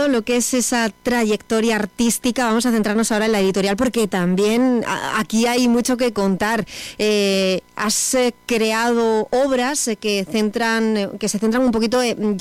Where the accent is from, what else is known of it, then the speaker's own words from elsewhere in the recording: Mérida, Extremadura, Spain; Para nosotros como meritense también